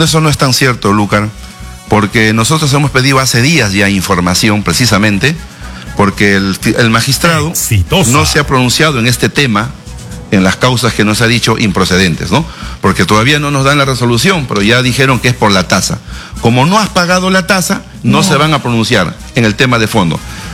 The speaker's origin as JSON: {"language": "Spanish", "country": "Peru", "said": "Y tenemos el derecho también, como un peruano, idéntico como tú, a dudar, a tener sospechas de esa actuación"}